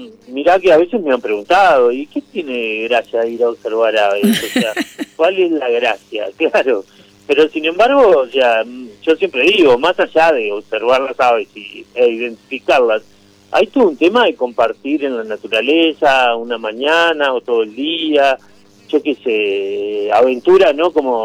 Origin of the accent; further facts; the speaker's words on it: Montevideo, Uruguay; yo voy desde niño a Cerro Largo, pues mi familia es toda de ahí, yo soy de Montevideo.